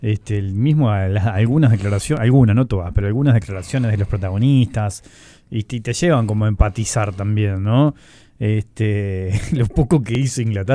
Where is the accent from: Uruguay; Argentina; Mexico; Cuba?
Uruguay